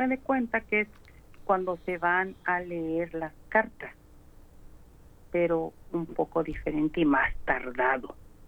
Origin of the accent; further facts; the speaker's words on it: Mexico; moved away as an adult; now in United States; me bautizaron, bendito sea Dios, como todo mexicano que lo bautizan, lo confirman y hice mi primera comunión.